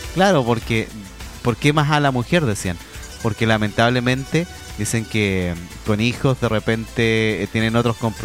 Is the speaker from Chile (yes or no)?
yes; Melipilla, Santiago Metropolitan Region, Chile; born there; also born or lived in El Monte / San Antonio; en mi comuna donde nací, Melipilla, acá en San Antonio, donde mi padre también tiene sus padrinos, en la comuna del Monte donde vivía antiguamente, toda la zona del Maipo